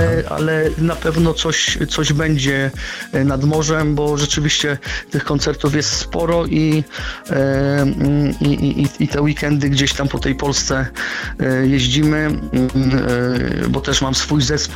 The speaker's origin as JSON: {"language": "Polish", "region": "Subcarpathian Voivodeship", "country": "Poland", "said": "ja jestem prosty chłopak z Podkarpacia"}